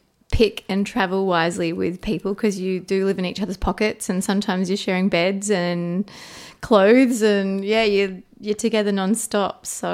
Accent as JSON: {"language": "English", "area": "Sunshine Coast", "region": "Queensland", "country": "Australia", "said": "We are from the Sunshine Coast where it's a lot more slower and cruisier."}